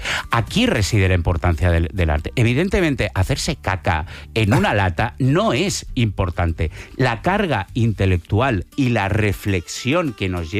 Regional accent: Sant Feliu de Llobregat, Catalonia, Spain; Jaume Plensa, por cierto, es de mi pueblo, de San Feliu de Llobregat.

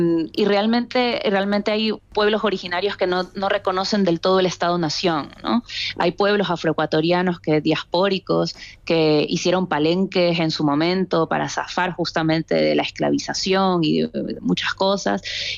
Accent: Ecuador

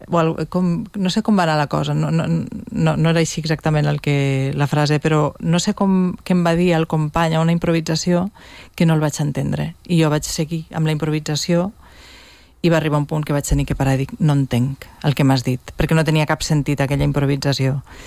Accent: Tortosa, Catalonia, Spain; jo sóc de Tortosa i de vegades però he treballat a TV3 amb papers que no parlo amb el meu accent

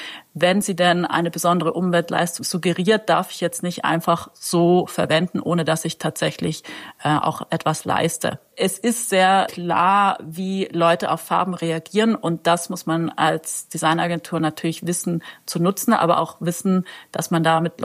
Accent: Trentino-Alto Adige, Italy; Ja, ich komme nämlich aus Südtirol

